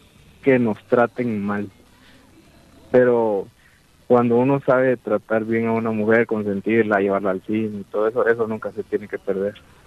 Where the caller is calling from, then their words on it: Amatitlán, Guatemala Department, Guatemala; De Amatitlán.